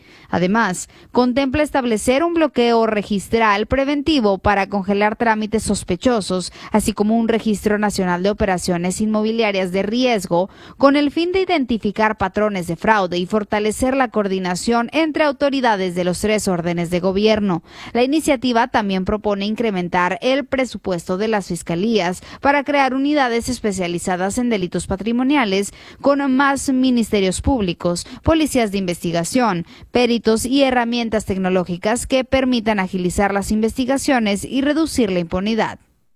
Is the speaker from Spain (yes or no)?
no; Mexico; como México, como mexicanos unidos